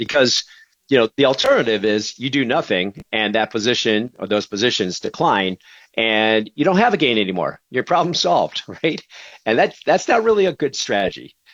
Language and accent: English; Binghamton, New York, United States; I'm from Binghamton, New York